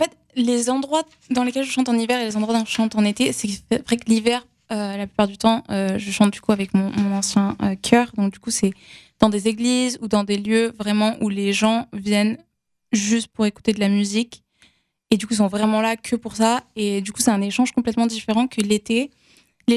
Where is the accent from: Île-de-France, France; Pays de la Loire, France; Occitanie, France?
Occitanie, France; Perpignan; Je viens de Perpignan, donc une petite ville dans le sud de la France.